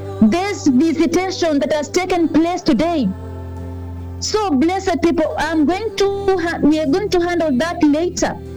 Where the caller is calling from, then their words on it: Gaborone, South-East District, Botswana; I'm calling live from Gaborone, the city of the mega visitation of the Lord.